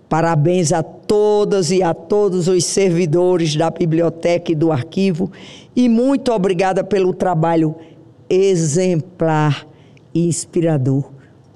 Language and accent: Portuguese; Brazil; Porque eu sou de uma região do Siridó, que o Siridó é uma alimentação para a gente encher os olhos, o coração e tudo.